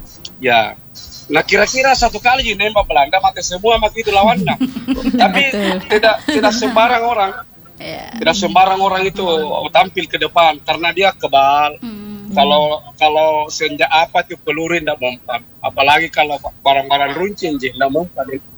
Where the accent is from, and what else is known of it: South Sulawesi, Indonesia